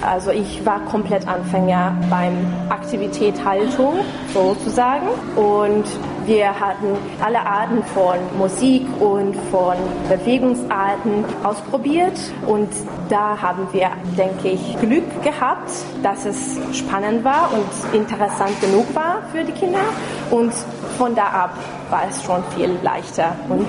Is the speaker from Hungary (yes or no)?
yes; Szentgotthárd, Vas, Hungary; moved away as an adult; now in Budapest, Hungary; ich komme nämlich aus St. Gotthard. Und da gibt es auch schwäbische Minderheit, also Ungarndeutsche und auch Wendt-Leute, die eine Art von Slowenisch sprechen. Also Nationalitäten sind da so gemischt